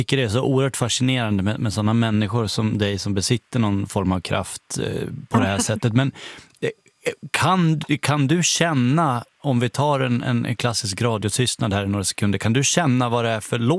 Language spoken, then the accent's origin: Swedish; Dalarna County, Sweden; Jag är från Dalarna själv också